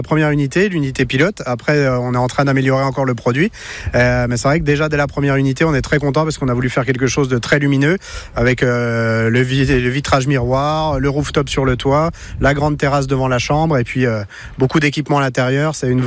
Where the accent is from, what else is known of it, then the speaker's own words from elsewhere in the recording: Bourgogne-Franche-Comté, France; moi ici par amour et par adoption, mais je suis de Bourgogne-Franche-Comté à la base.